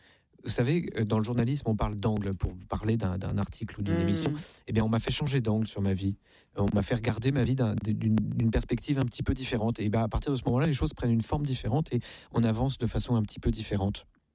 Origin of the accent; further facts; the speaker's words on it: Versailles, Île-de-France, France; now in Le Mans, France; Je suis né à Versailles, je viens d'une famille nombreuse.